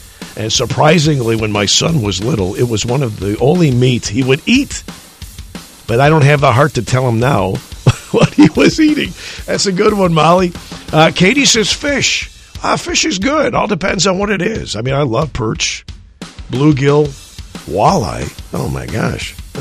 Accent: Lansing, Illinois, United States; Counts, my hometown of Lansing, twice now, my parents' old neighborhood in Oakwood Estates, and then Schultz Park, which is not too far from Thornton Fractional South High School, where I attended school, good old TF South

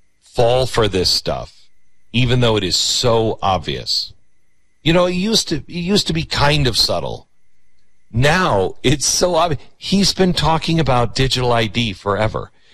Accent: United States; God, I'm glad I am American.

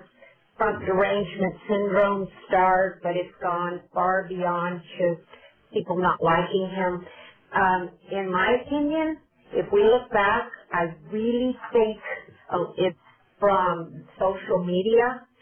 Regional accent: San Antonio, Texas, United States; Hi, Jack. … I'm from San Antonio.

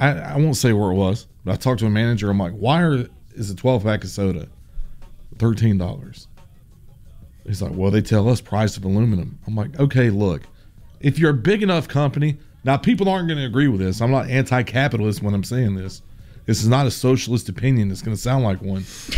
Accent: United States; I mean, I'm from Pickens County, so I say Iran.

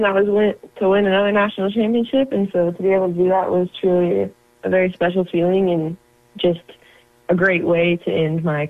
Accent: Liberty, Missouri, United States; I am from Liberty, Missouri, and I played softball at Liberty High School.

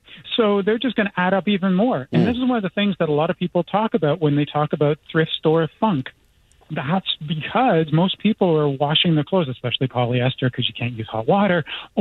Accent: Canada; I'm Canadian.

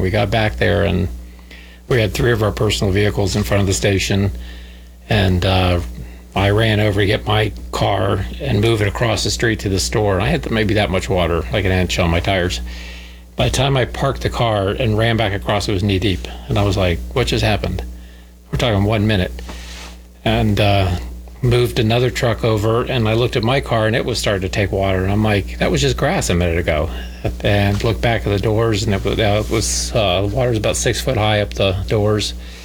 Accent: Florida, United States; I'm from Florida. I've seen every hurricane, all my life

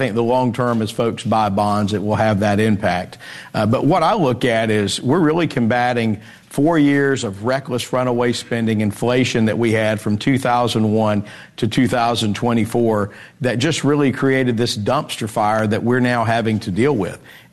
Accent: North Carolina, United States; born and raised in North Carolina

